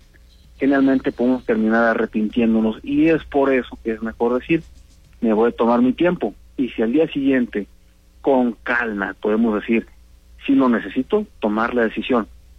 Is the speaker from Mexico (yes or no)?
yes; Mexico